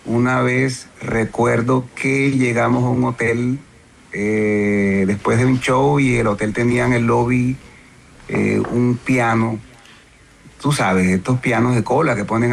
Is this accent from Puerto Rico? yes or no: no; Maicao, La Guajira, Colombia; en mi pueblo, Maicao.